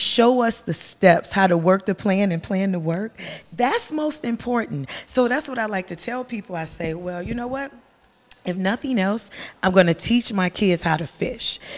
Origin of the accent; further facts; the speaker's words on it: Chicago, Illinois, United States; Now, listen, I'm from Chicago, and which they had nothing to do with it, but I'm from Chicago, and I'm finna blame it on grieving